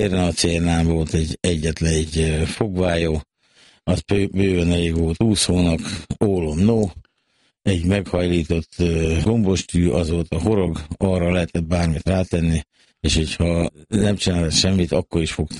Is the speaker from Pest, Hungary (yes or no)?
no; Szentes, Csongrád-Csanád, Hungary; Szentesen nőttem fel